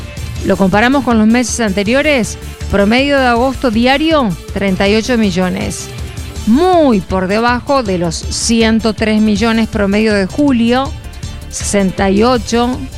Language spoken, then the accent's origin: Spanish; Argentina; uno como argentino